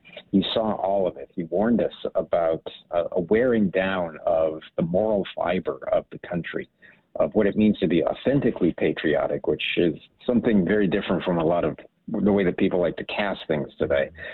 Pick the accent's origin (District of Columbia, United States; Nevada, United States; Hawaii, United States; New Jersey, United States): Hawaii, United States; born or raised there; also born or lived in Germany